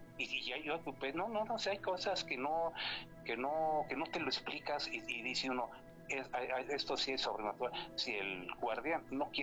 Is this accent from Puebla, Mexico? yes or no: no; Guadalajara, Jalisco, Mexico; A mí me pasó allá por mi tierra, yo soy de Guadalajara, allá en por los límites de La Piedad, de allá de Michoacán.